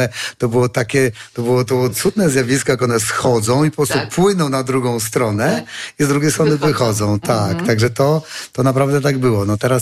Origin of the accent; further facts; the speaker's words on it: Suwałki, Podlaskie Voivodeship, Poland; Ja rzeczywiście pochodzę z Suwałk. Jest nie tak strasznie daleko, tak, czyli z nad Czarnej Hańczy